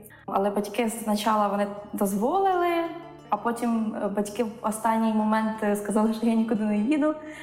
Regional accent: Liubashivka, Odesa Oblast, Ukraine; Взагалі, я народилася в селищі Любашівка. Я росла в багатодітній родині, а нас 7 мами.

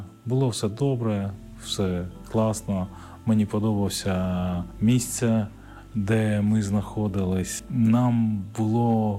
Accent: Yerevan, Armenia; born or raised there

